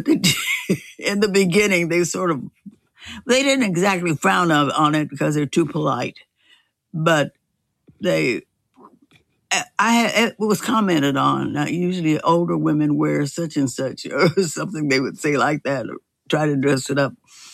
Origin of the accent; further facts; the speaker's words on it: Kansas City, Missouri, United States; moved away; we're both from Kansas City